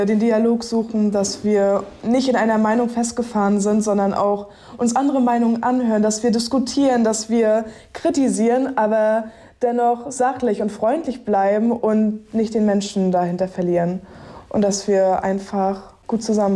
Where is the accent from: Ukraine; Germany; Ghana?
Germany; Demmin, Mecklenburg-Vorpommern; ich komme aus Demmin.